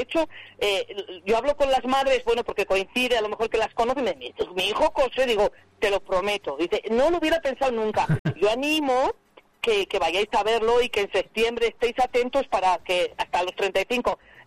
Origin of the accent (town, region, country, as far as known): Soria, Castile and León, Spain